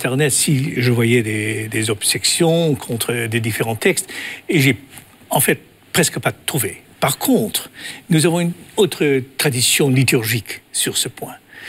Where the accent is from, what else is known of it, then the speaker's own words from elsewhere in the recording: Netherlands; first language Dutch; French is a second language; je suis néerlandais.